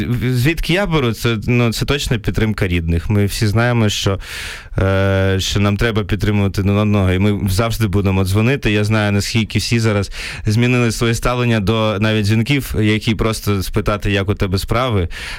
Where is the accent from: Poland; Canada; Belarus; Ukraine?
Ukraine; Kyiv; Я в Києві народився, у мене багато хто в третьому поколінні з Києва, тому мені складно казати, що щось я закохався, тому що це просто, це завжди те місто, це мій рідний дім.